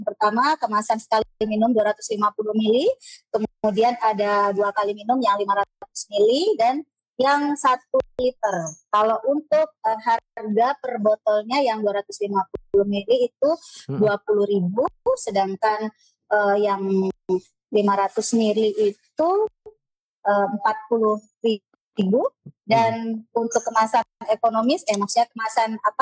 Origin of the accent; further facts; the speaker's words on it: Jayapura, Papua, Indonesia; Tapi saya lahir besar di Papua, di Jayapura.